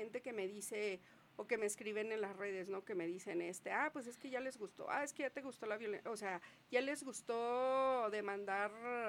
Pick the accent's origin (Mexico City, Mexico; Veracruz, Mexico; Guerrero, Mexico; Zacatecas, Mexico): Zacatecas, Mexico; Fresnillo; born there; now in Zacatecas, Mexico; Yo no soy de aquí, yo nací en Fresnillo, pero a mí me encanta la ciudad. Claro. Me encanta Zacatecas, yo aquí estoy desde que estuve estudiando